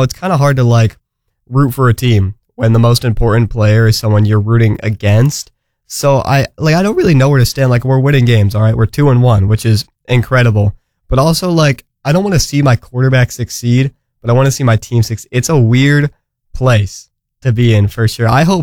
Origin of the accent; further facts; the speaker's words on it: Cleveland, Ohio, United States; So I'm from Cleveland